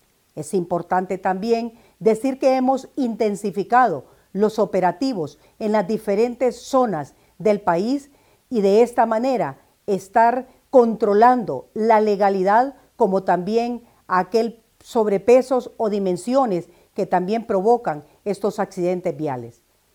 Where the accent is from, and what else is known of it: Honduras